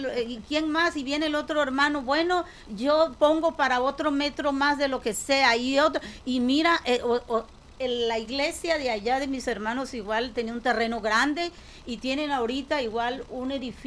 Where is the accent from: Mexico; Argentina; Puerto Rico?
Mexico; Emiliano Zapata; moved away; mis hermanos allá en mi pueblo, en Emiliano Zapata.